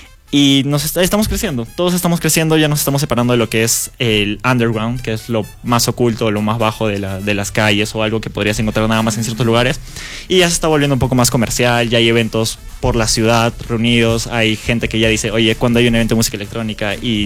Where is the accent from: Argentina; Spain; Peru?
Peru; Arequipa; no fue aquí en la ciudad de Arequipa, fue en la ciudad de Juliaca. Y pues yo ahorita tengo 20 años